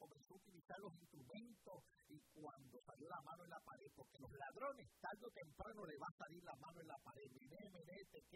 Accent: Puerto Rico; also born or lived in United States; como que nací en esta nación y fui ciudadano by birth right. Me crié en Puerto Rico.

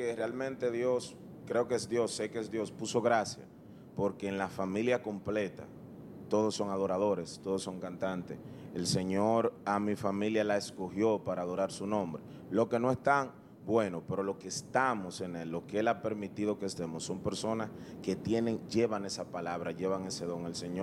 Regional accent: Dominican Republic

